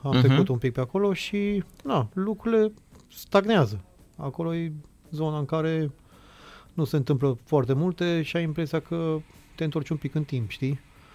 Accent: Oltenia, Romania; moved away as an adult; also born or lived in Transylvania; now in Bucharest, Romania; ardelean crescut în Oltenia, după aia măritat în Oltenia

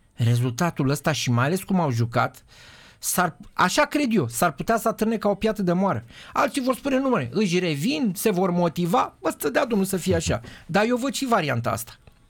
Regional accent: Romania; suntem români, mă!

